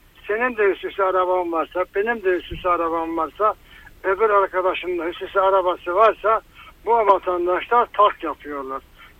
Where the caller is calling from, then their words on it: Hatay, Turkey; Ben Hatay'dan arıyorum.